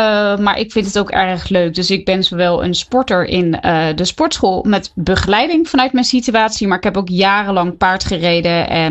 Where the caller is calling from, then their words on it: Soest, Utrecht, Netherlands; Ik bel uit het allermooiste Soest, midden des lands.